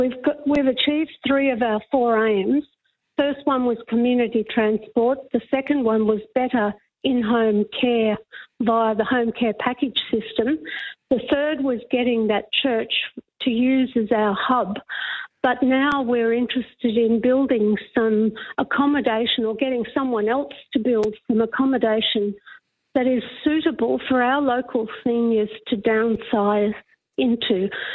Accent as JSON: {"language": "English", "town": "Kilkivan", "region": "Queensland", "country": "Australia", "tie": "born or raised there", "moved": "as an adult", "said": "Well, I'm born and bred in Kilkeven 69 years ago. Mm-hmm. And I couldn't wait to get out of the area when I was 17. I wanted to see the world. And then in my early 40s, I came back."}